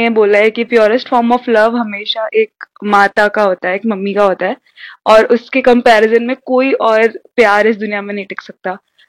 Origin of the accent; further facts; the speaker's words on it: Narsinghpur, Madhya Pradesh, India; moved away as an adult; now in Indore, India; मैं नरसिंहपुर से हूँ, जो जबलपुर के पास आता है, और मैंने अपना ग्रेजुएशन भी इंदौर से ही किया है।